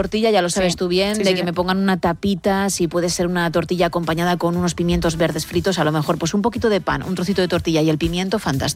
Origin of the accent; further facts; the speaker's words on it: Italy; Spanish is a second language; now in Spain; Buenas noches, good night from Spain. Bueno, soy italiana